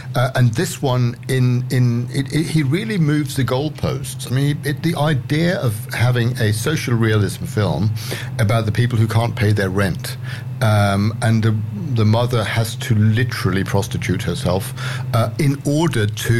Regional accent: United Kingdom; also born or lived in United States; now in Australia; me being British and you being Australian, we doing the show in Australia

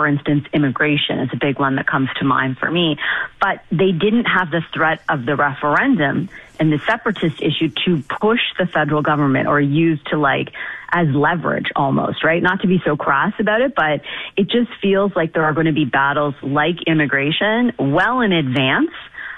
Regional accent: Canada; Maybe a little troubling as a Canadian.

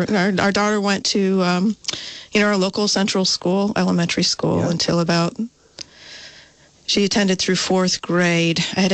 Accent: Michigan, United States; moved away as an adult; now in Vermont, United States; I moved to Vermont in 93. I worked in the fashion and technical footwear industry. I came from Western Michigan, worked for Wolverine Worldwide

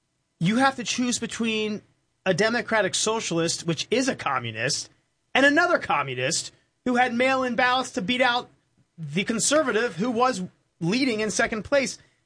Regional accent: Columbus, Ohio, United States; I'm from Columbus.

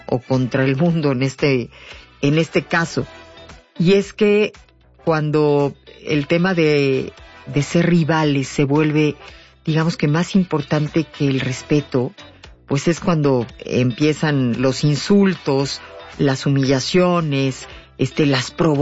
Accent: Mexico; Como nos ha pasado a muchos mexicanos

